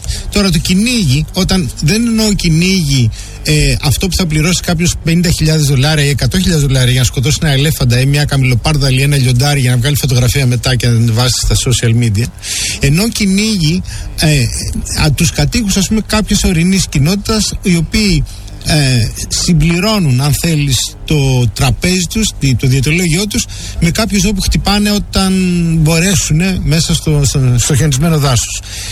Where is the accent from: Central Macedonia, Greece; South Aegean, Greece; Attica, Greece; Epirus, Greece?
Epirus, Greece; εγώ κατάγομαι από την Ήπειρο, έτσι.